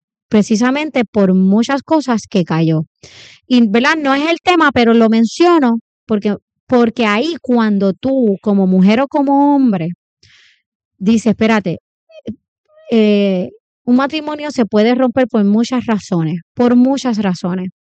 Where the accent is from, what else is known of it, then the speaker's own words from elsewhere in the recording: Guayama, Puerto Rico; yo soy natural de Guayama